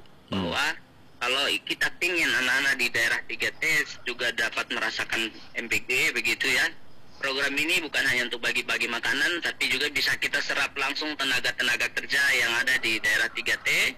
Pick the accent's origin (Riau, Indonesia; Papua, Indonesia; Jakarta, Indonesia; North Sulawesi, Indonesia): Papua, Indonesia; kita orang Papua